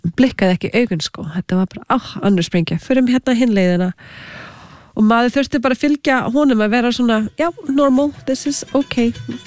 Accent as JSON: {"language": "Icelandic", "country": "Canada", "tie": "born or raised there", "second_language": "Icelandic", "said": "Og ég ólst upp í Kanada með halv indverskri móðu frá Suður Ameríku. Svo ég var þegar alþjóðlegt barn og með nokkuð tungumál sem ég gat notað."}